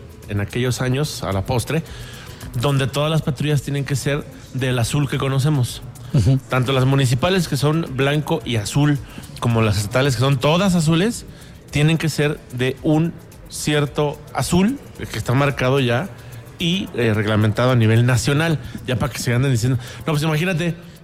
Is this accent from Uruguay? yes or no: no; Ezequiel Montes, Querétaro, Mexico; allá en mi pueblo, en Ezequiel Montes.